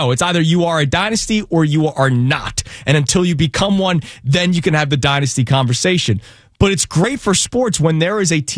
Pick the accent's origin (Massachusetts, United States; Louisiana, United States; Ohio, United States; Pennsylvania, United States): Pennsylvania, United States; Philadelphia; I'm from Philadelphia